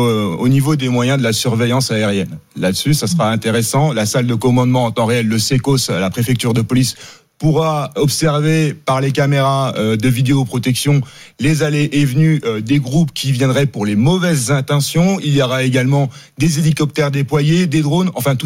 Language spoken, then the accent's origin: French; Paris, Île-de-France, France; Alors moi, je suis parisien.